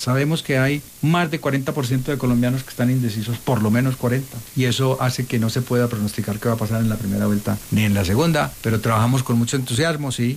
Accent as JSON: {"language": "Spanish", "region": "Antioquia", "country": "Colombia", "said": "somos paisas los dos, los vamos a representar muy bien, vamos a defender los intereses de todos los paisas del departamento, para que Antioquia siga adelante"}